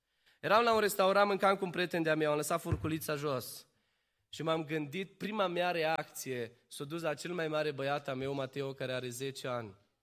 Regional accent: Romania; Pentru faptul că noi am zis așa ca români, întotdeauna trebuie să mai consulți un al doilea medic

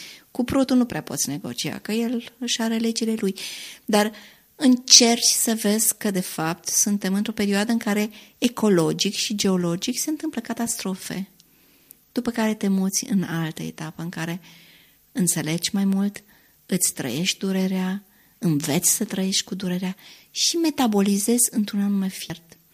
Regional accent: Romania; Eu mă regăsesc și cred că noi ca români ne regăsim.

